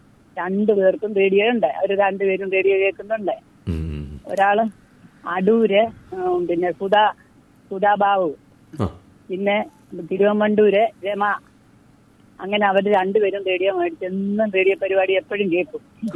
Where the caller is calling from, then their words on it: Chengannur, Kerala, India; Chengannur കാരക്കാടുന്ന് വിളിക്കുവാ.